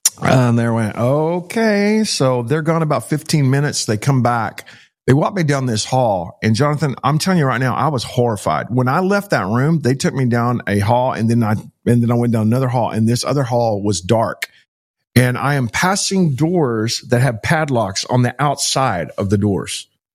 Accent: Texas, United States; Like, hey, what's going on? I'm from Texas. Where y'all from?

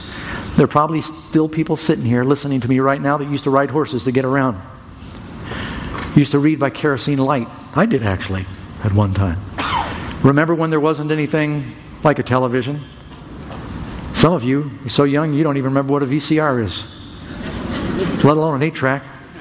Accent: New York City, New York, United States; I grew up in New York City

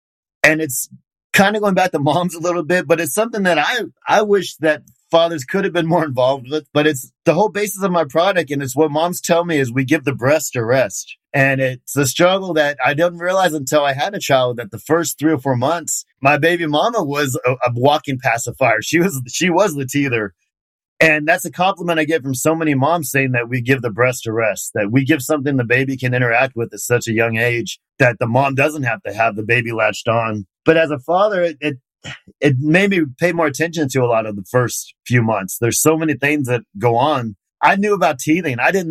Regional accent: the South, United States; accent: Southern; when I go down and visit my friends down south, my Southern accent comes back really quick.

